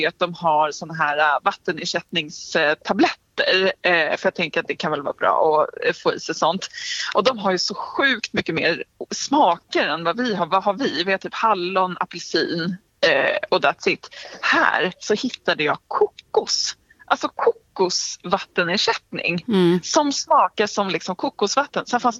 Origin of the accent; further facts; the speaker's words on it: Sweden; now in Paris, France; jag som är svensk